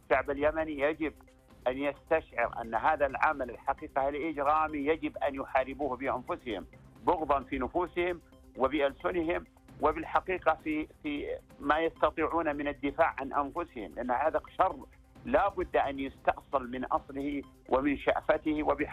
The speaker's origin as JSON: {"language": "Arabic", "country": "Saudi Arabia", "said": "نرى في أنفسنا كسعوديين"}